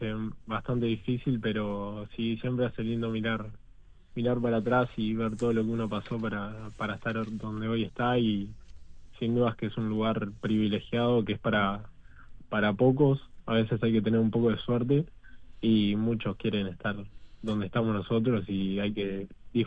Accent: Montevideo, Uruguay; born there; now in Barros Blancos, Uruguay

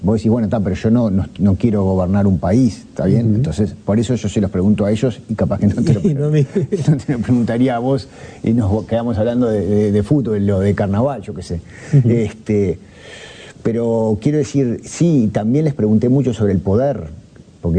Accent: Montevideo, Uruguay; hasta el día de hoy yo sigo viviendo en la misma cuadra donde me crié, en Punta Carretas

